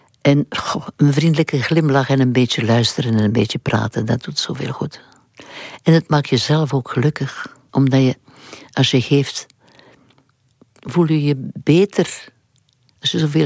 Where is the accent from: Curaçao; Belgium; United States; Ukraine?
Belgium; Flanders; moved away as an adult; also born or lived in Netherlands